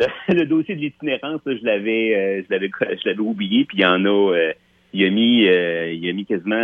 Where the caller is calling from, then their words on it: Lévis, Quebec, Canada; j'appelle de Lévis.